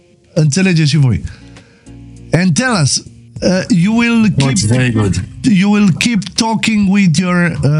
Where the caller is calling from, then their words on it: Bucharest, Romania; Din București vă sun.